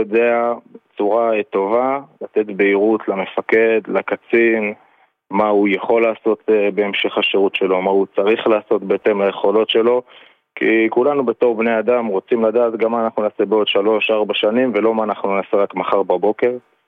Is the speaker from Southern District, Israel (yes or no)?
yes; Ashdod, Southern District, Israel; ממשפחה רגילה לחלוטין, מאשדוד בארץ.